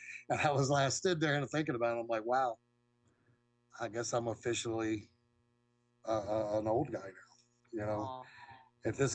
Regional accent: Waynesboro, Virginia, United States; I came from Waynesboro, Virginia

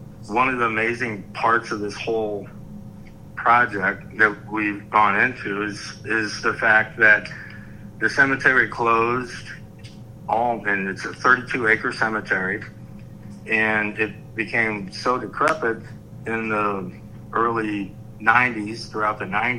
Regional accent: St. Louis, Missouri, United States; growing up in St. Louis

